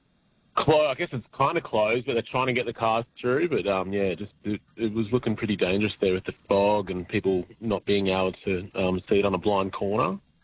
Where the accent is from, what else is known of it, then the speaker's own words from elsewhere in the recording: Evans Head, New South Wales, Australia; I'm from Evans, but I've just been driving to Nimbin for work